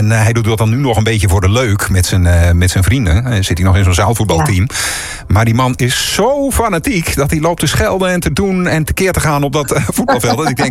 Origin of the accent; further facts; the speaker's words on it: Hoogeveen, Drenthe, Netherlands; ik kom dan uit Hoogveen. Ik woon wel helemaal aan de andere kant van Hoogveen. Aan het randje van Hoogveen. En ik heb meer Zuidwolde in de achtertuin.